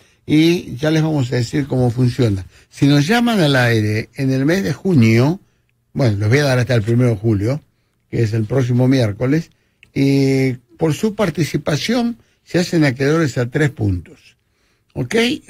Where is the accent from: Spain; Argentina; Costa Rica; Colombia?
Argentina; Yo como argentino estoy celebrando, maravilloso, todo lo que podamos decir